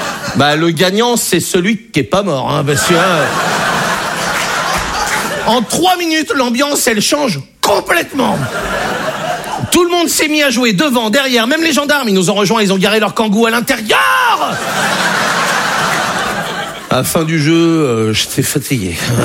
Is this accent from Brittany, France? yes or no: yes; Brittany, France; Je suis breton. Moi, j'ai été accepté en Bretagne.